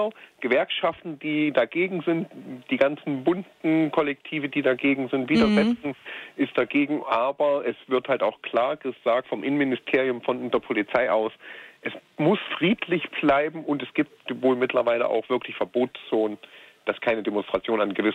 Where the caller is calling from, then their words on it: Erfurt, Thuringia, Germany; ich komme aus Erfurt